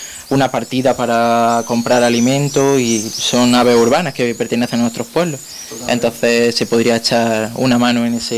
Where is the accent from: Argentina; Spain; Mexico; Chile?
Spain; Santo Tomé, Andalusia; yo en mi pueblo, en Santo Tomé